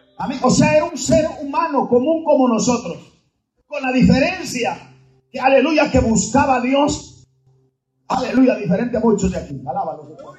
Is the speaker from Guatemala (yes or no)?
yes; Guatemala; Yo sigo diciendo que soy de Guatemala, pero ya no se me oye igual, hermano.